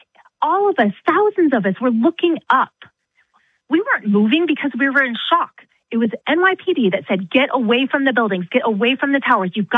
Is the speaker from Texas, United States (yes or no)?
yes; Texas, United States; I'm from Texas, 23 years old.